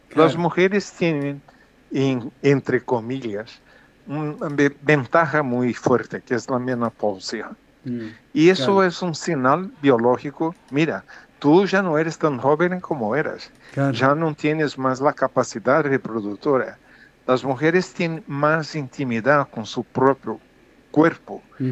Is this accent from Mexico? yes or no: no; Brazil; en mi país, en Brasil